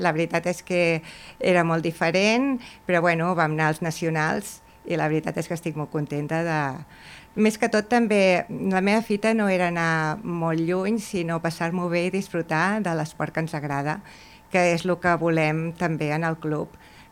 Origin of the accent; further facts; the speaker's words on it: Mataró, Catalonia, Spain; born there; also born or lived in Badalona; now in Argentona, Spain; jo sóc nascuda a Mataró.